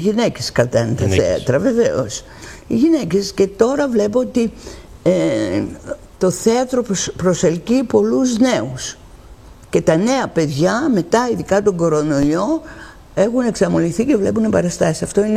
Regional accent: Greece; είμαι πολύ περήφανη που είμαι Ελληνίδα και εδώ που ζω έχει γεννηθεί το θέατρο.

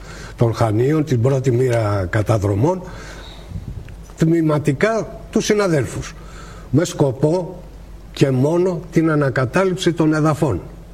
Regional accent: Greece; γιατί σαν Έλληνας κάτι έτρεχε μέσα μου.

